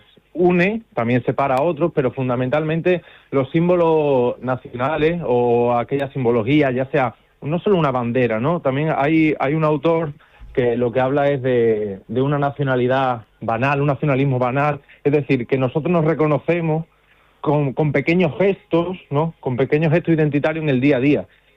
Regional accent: Spain; en el caso nuestro, como españoles

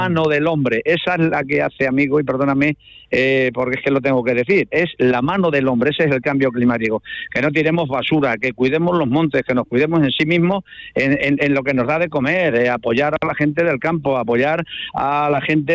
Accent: Hinojosa, Spain; yo soy aquí nativo de Hinojosa

